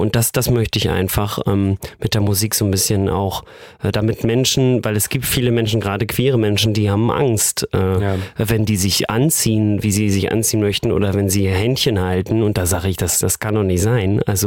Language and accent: German; Wismar, Mecklenburg-Vorpommern, Germany; in meiner Heimatstadt, in Wismar. Das ist doch so eine Kleinstadt in MV.